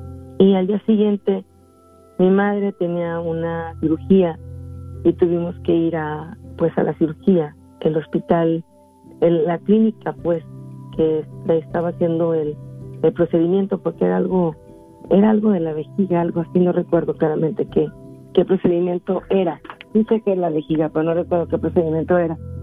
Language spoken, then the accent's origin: Spanish; Mexico City, Mexico; now in California, United States; Yo vivía en mi ciudad natal, que es la Ciudad de México.